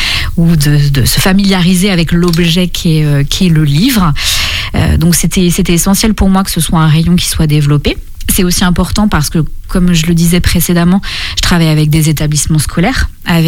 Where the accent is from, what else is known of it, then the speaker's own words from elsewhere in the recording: Apremont, Pays de la Loire, France; Alors moi j'ai grandi à Apremont, donc à quelques kilomètres.